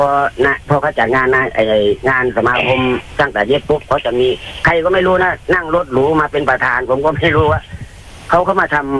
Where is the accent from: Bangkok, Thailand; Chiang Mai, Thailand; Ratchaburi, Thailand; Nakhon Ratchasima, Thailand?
Bangkok, Thailand; ผมโตที่กรุงเทพครับผมคนบ้านนอกก็จริงแต่ผมไปเรียนตัดเย็บนี่ผมไปโตที่สามย่านครับ